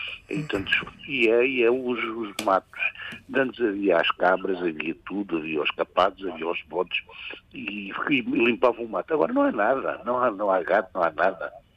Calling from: Azeitão, Setúbal, Portugal; Eu sou daqui da zona da Azeitão.

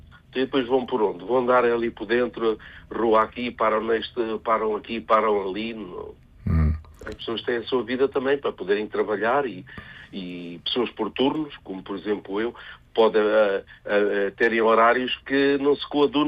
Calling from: Portugal; sou português.

